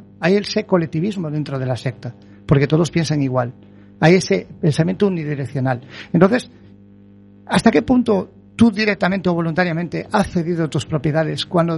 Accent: Baiona, Galicia, Spain; en mi zona de donde yo soy, en Bayona

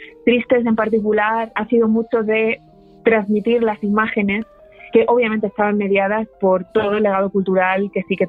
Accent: Albacete, Castilla-La Mancha, Spain; moved away as an adult; No vivo allí desde los 18 años y claro, ya voy a hacer el mes que viene 32.

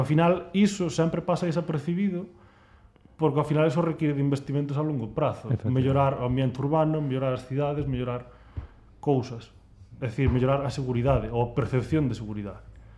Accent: Laxe, Galicia, Spain; Eu son de Laxe.

